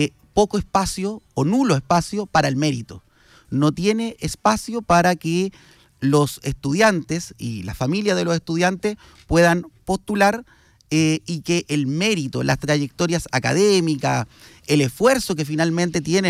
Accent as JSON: {"language": "Spanish", "town": "La Ligua", "region": "Valparaíso", "country": "Chile", "tie": "born or raised there", "said": "en mi tierra natal, que siempre lo nombro con orgullo, la ciudad de La Ligua, en la provincia de Petorca."}